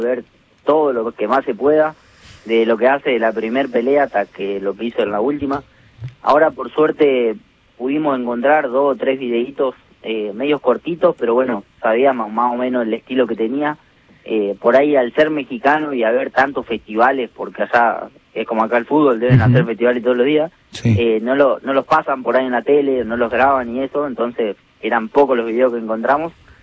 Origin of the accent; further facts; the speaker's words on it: Santo Tomé, Santa Fe, Argentina; yo soy de Santo Tomé